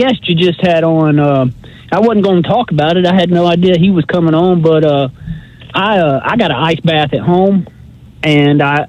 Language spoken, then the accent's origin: English; the South, United States; I'm cold natured. You know, I'm born and bred in the South.